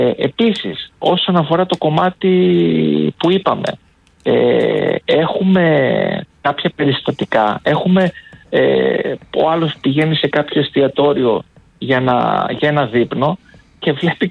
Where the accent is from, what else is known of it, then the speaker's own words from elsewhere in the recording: Trikala, Thessaly, Greece; όντως αναφέρατε και την πόλη μου τα Τρίκαλα